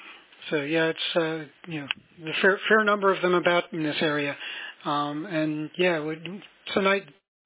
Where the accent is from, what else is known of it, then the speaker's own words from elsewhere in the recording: New York, United States; I grew up in the Catskills myself, or just at the foothills of the Catskills